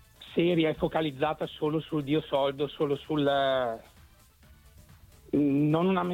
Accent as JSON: {"language": "Italian", "town": "Bergamo", "region": "Lombardy", "country": "Italy", "said": "Io Inter, anche Inter, se sono di Bergamo, sono"}